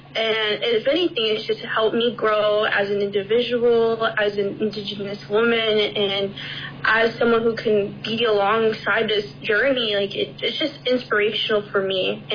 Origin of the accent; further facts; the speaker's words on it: Chandler, Arizona, United States; even my hometown in Chandler